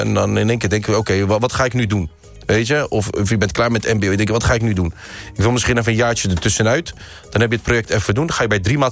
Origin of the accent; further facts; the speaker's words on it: Westland, South Holland, Netherlands; also born or lived in Morocco; ik ben gewoon Marokkaans ook. Ik ben Nederlander, ik ben ook gewoon Marokkaans, ik ben Westlander.